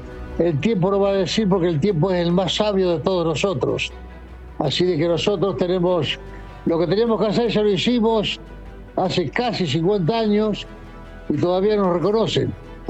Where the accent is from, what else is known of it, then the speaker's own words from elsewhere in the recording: Argentina; a mí como argentino me ha representado